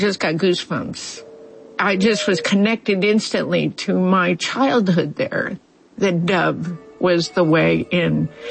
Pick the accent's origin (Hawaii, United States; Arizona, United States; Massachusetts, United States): Arizona, United States; When I grew up in Arizona, I would hear the mourning dove in the morning on the way to school, cooing late in the afternoon.